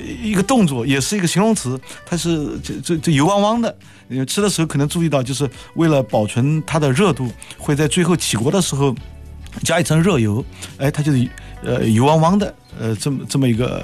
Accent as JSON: {"language": "Chinese", "town": "Gaoyou", "region": "Jiangsu", "country": "China", "said": "因为我们高邮的双黄蛋也很有名气"}